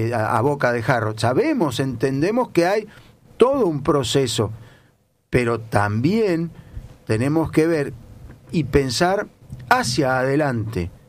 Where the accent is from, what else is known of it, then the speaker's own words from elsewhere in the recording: Tortugas, Santa Fe, Argentina; now in Rosario, Argentina; la localidad donde vive mi familia, donde yo nací, me crié, que es Tortugas